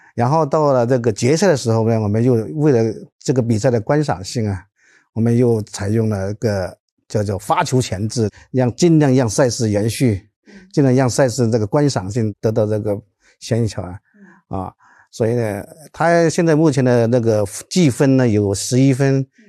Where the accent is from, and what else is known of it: China